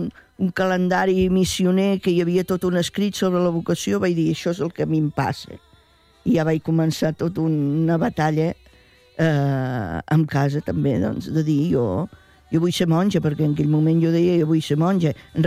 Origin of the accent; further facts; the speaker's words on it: Reus, Catalonia, Spain; Jo era alumna de les Dominiques de la Presentació a Reus, que a més sóc de Reus